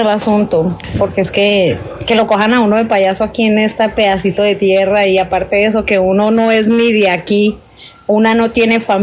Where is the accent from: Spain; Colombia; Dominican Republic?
Colombia; Bogotá; uno allá en Bogotá, porque yo soy de Bogotá, uno allá en Bogotá amanece y se queda ahí donde amanece